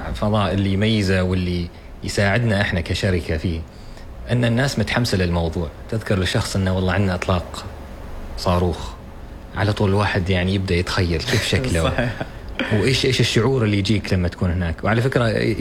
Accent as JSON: {"language": "Arabic", "country": "Oman", "said": "وقادرين كعمانيين"}